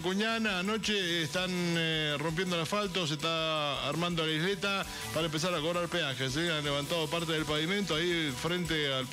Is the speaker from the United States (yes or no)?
no; Mendoza, Argentina; también somos mendocinos